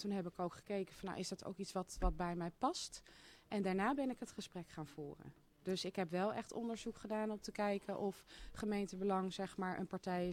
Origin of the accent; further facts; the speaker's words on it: Huizen, North Holland, Netherlands; born there; moved away as an adult; now in Hierden, Netherlands; Ik kom uit Huizen. Huizen? Ja, daar ben ik geboren.